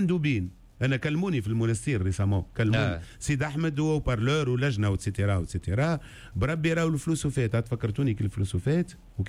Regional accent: Sousse, Sousse Governorate, Tunisia; سوسه انا في صغري الكل عديته في سوسه

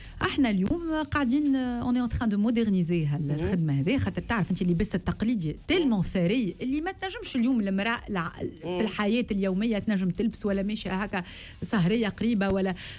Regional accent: Tunisia

